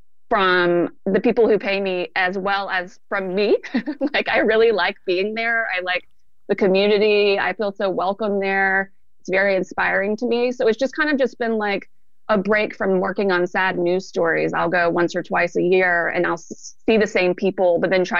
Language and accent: English; South Carolina, United States; now in Georgia, United States; And I'm from South Carolina. I live in Georgia. I'm used to lush green. I'm used to brick houses.